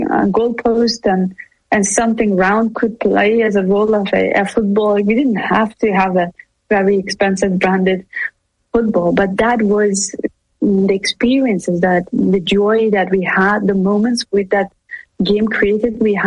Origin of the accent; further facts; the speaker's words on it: Pakistan; also born or lived in Iran / Afghanistan; We came back to Afghanistan with different mindset. Because we grew up in Pakistan or Iran, many refugees, Afghan refugees came back.